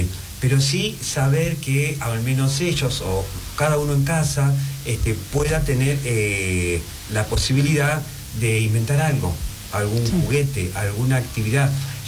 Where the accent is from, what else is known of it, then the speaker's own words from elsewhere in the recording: Patagonia, Argentina; Miren que yo soy muy patagónico